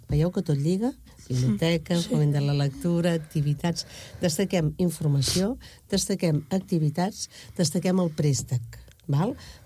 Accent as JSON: {"language": "Catalan", "town": "Arenys de Mar", "region": "Catalonia", "country": "Spain", "said": "com sabeu que jo soc d'Arenys"}